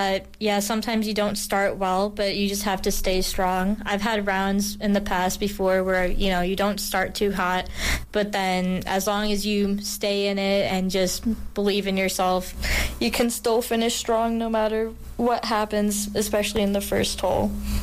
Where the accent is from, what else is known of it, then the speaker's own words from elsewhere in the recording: Chicago, Illinois, United States; since I'm from Chicago, I should be used to the Windy City and the wind